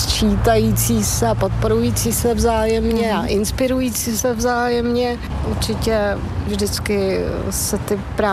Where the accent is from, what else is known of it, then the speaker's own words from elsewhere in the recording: Nová Paka, Hradec Králové Region, Czechia; jsem od dětství ve Vrchovině, u Nový Paky.